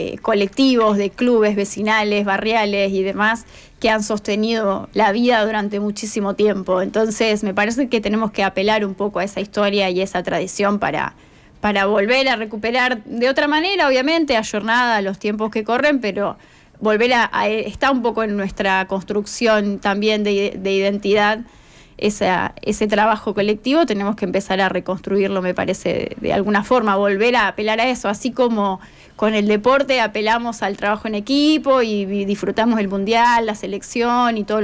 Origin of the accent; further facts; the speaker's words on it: Capitán Bermúdez, Santa Fe, Argentina; moved away as an adult; now in Rosario, Argentina; soy de Capitán Bermúdez.